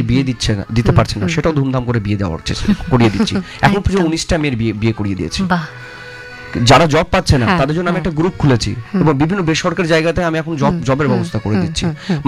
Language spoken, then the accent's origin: Bangla; West Bengal, India; first language Bengali; আমার নিজের রাজ্যে পশ্চিমবাংলায় আমি প্রচুর সাপোর্ট পেয়েছি